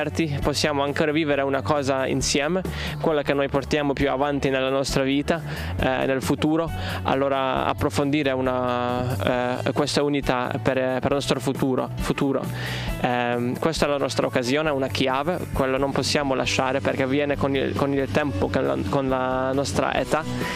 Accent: Hungary; Italian is a second language; Noi non siamo pochi cristiani in Ungheria, ma comunque siamo divisi.

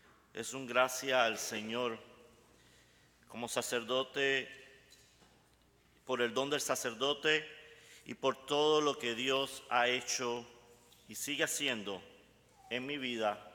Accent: Camagüey, Cuba; moved away as an adult; also born or lived in Maryland / Washington D.C. / Boston / Milwaukee; now in Colorado, United States; soy originalmente de Camagüey, llegué a Estados Unidos en 2003, he vivido en diferentes lugares en Estados Unidos, en Maryland, en Washington D.C. y actualmente en Colorado.

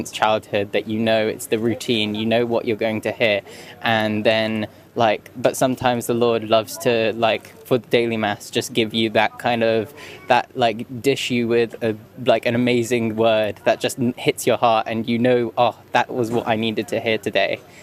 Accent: London, United Kingdom; From London.

